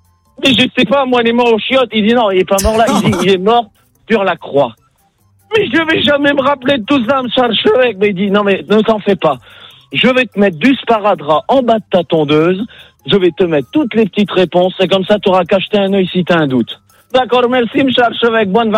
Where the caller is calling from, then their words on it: Adinfer, Hauts-de-France, France; Normalement, j'habite à Adinfer, à côté d'Arras, mais là, je vous appelle de Normandie, d'Argentan, parce que je suis chauffeur poids lourd.